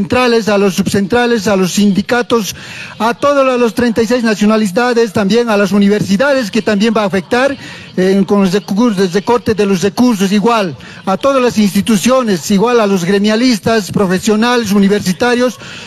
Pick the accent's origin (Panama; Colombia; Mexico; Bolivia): Bolivia; nosotros como bolivianos, como pueblos indígenas originales campesinas